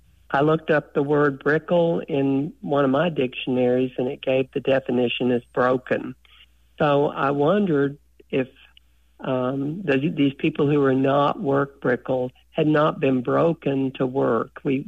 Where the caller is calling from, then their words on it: Jackson, Tennessee, United States; Jackson, Tennessee.